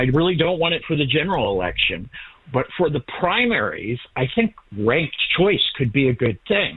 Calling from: Massachusetts, United States

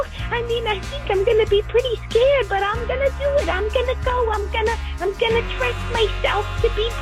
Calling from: Glendale, California, United States; I'm calling from Glendale.

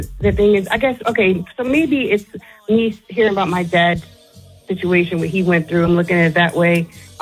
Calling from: Reading, Pennsylvania, United States; I'm from Reading, Pennsylvania.

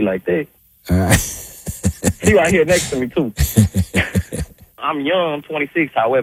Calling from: Montgomery, Alabama, United States; I'm calling from Montgomery, Alabama right now.

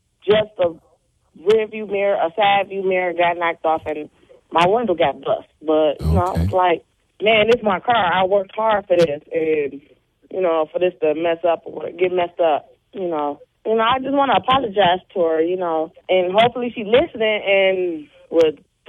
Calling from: Detroit, Michigan, United States; I'm calling from Detroit, Michigan.

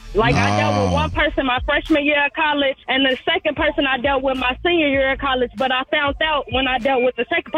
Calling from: Chicago, Illinois, United States; I'm from the East Side.

